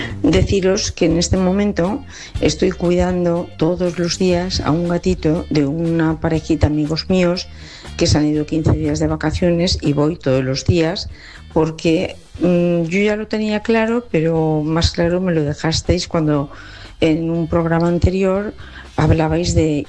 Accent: Valencia, Valencian Community, Spain; soy de Valencia.

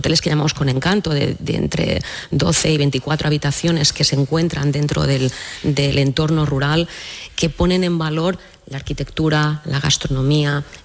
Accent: Ibiza, Balearic Islands, Spain

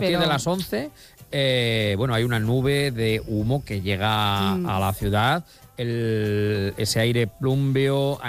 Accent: Castilla-La Mancha, Spain; born there; pues nosotros nacimos en La Mancha, claro.

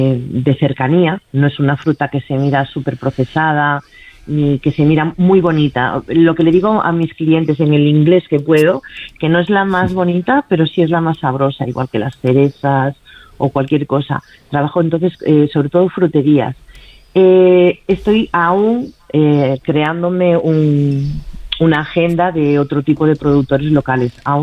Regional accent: Galicia, Spain; born or raised there; also born or lived in Madrid

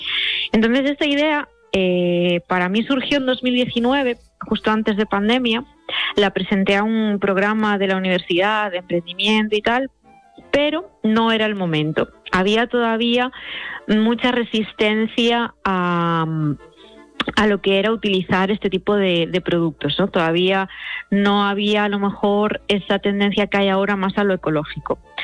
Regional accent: Galicia, Spain; bueno, yo soy de Galicia y estamos muy ligados al mar.

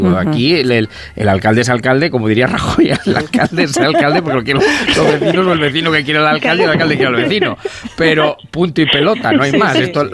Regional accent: Fernán Caballero, Castilla-La Mancha, Spain; Fernán Caballero es mi pueblo

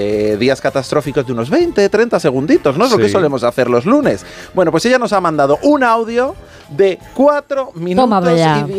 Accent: Zaragoza, Aragon, Spain; Pero para los que somos de Zaragoza, el 12 de octubre es Día del Pilar. Feliz de estar trabajando el día más importante de mi ciudad.

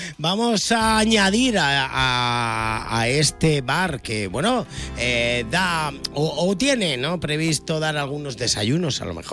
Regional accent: Almería, Andalusia, Spain; tú y yo, que somos de Retamar

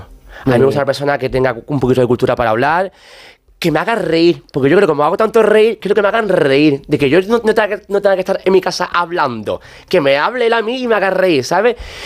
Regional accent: Alcalá de los Gazules, Andalusia, Spain; born or raised there

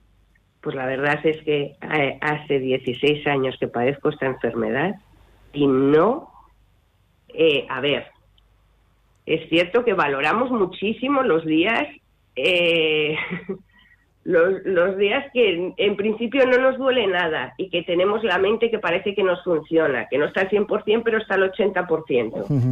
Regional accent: Madrid, Community of Madrid, Spain; moved away as an adult; now in Azuqueca de Henares, Spain; Yo soy madrileña. Estuve de voluntaria en la Asociación de Madrid. Luego, al mudarme aquí, estoy con nuestra asociación de Azuqueca.

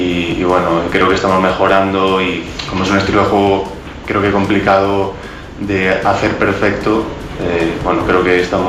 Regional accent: Ourense, Galicia, Spain; now in Huesca, Spain; Bueno, es una ciudad que me gusta. Yo vengo de Orense. Es una ciudad que se parece mucho, pequeña, en la que, bueno, todos nos conocemos.

